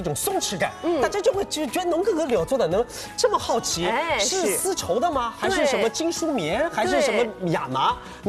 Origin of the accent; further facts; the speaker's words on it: China; 我们中国人